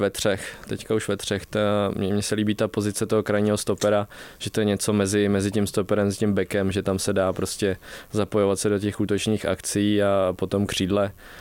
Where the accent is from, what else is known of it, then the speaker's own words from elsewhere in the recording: Vysočina Region, Czechia; jsme jeli tam po naší Vysočině, odkud pocházím